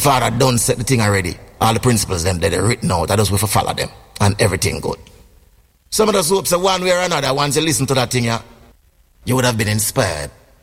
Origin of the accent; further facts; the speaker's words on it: Jamaica; I'm from the Caribbean, specifically from Jamaica. In Jamaica, we are bilingual. Yeah, man, we speak two languages. We speak standard English and fluent patois.